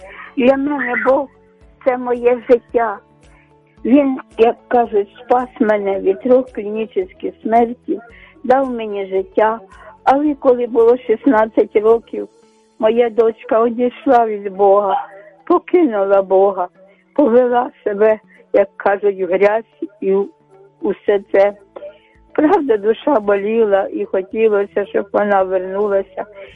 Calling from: Kyiv, Ukraine; я з Оболоні.

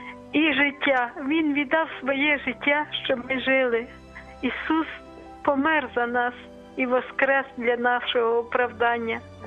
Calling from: Lviv, Lviv Oblast, Ukraine; Я зі Львова

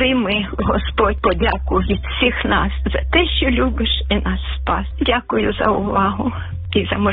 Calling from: Kharkiv, Kharkiv Oblast, Ukraine; я з Харкова

